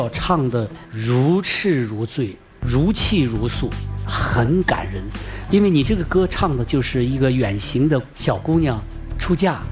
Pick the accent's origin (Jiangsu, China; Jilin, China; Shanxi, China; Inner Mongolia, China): Inner Mongolia, China; 我从小也是在蒙古族地区长大的，今天你的演唱仿佛是又让我回到了家乡